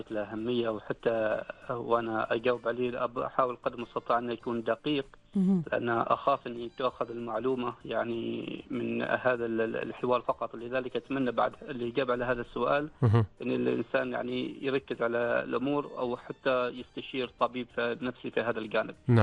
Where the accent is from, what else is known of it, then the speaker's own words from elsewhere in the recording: Oman; نحن تربينا تربية نوعا ما مثل ما تقول موحدة كعمانيين، يعني بيئة متكافئة أو بيئة يعني نمطها متقارب نوعا ما